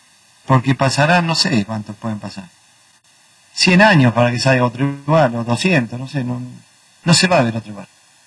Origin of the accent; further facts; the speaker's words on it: Argentina; yo me pone muy feliz porque como argentino después de Maradona, que haya salido él